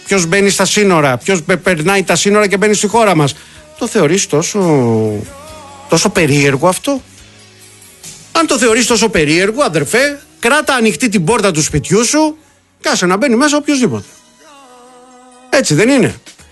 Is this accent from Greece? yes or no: yes; Molaoi, Peloponnese, Greece; Αλήθεια που λέμε και στο χωριό μου. Το λέμε και εμένα και εμείς στο χωριό μου και στους Μολάους το λέμε το by the book.